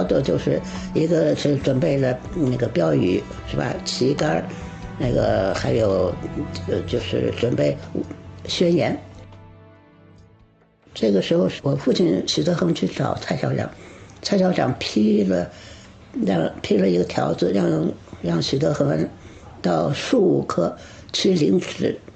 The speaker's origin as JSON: {"language": "Chinese", "country": "China", "said": "那租界就是他们的地方了，我们中国人进都进不去。"}